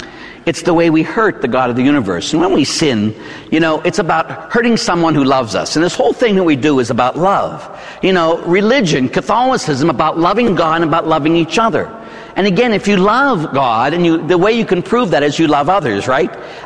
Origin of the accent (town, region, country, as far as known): Pittsburgh, Pennsylvania, United States; born or raised there